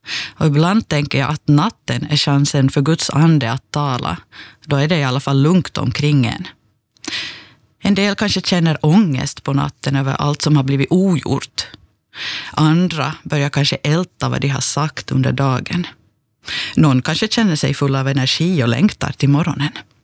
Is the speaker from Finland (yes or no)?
yes; Ostrobothnia, Finland; born there